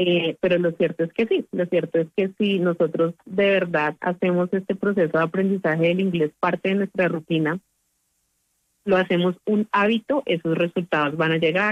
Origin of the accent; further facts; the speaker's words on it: Colombia; y claramente nosotros como colombianos vamos a manejar un acento, incluso dentro de las regiones de nuestro país